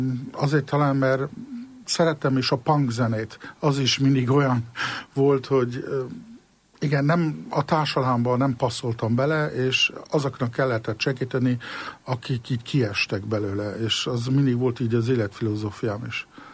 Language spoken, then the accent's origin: Hungarian; Luxembourg; Hát szüleim 56-ban mentek ki Luxemburgba, és hát én akkor ott születtem.